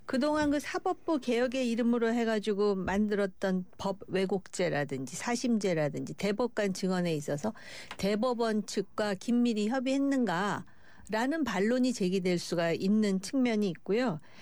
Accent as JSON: {"language": "Korean", "country": "South Korea", "said": "저도 한국인인데"}